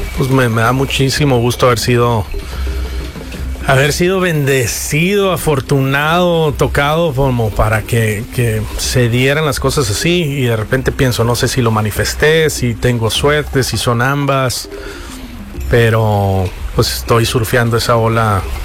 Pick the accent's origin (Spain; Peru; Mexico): Mexico; also born or lived in Mazatlán, Sinaloa / Tijuana, Baja California; yo soy tijuano mazatleco